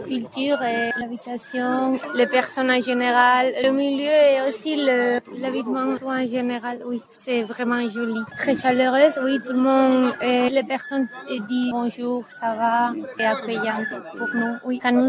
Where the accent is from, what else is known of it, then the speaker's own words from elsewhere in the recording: Spain; French is a second language; je viens de l'Espagne. Et je suis là au Sénégal pour 10 jours avec Hassan.